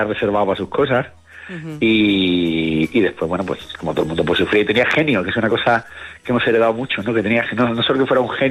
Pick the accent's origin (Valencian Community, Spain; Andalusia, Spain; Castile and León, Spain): Andalusia, Spain; Cádiz; No, yo además me crié en Cádiz, con lo cual